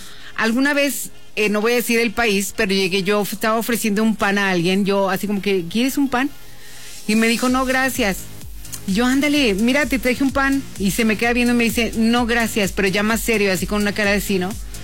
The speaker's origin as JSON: {"language": "Spanish", "region": "Aguascalientes", "country": "Mexico", "said": "esas son costumbres muy de nosotros de aquí, de Aguascalientes"}